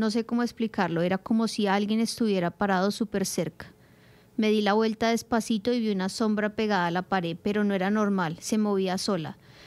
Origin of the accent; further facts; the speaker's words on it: Ecuador; now in Sydney, Australia; soy ecuatoriana. Vivo aquí en Australia desde hace ya 2 años.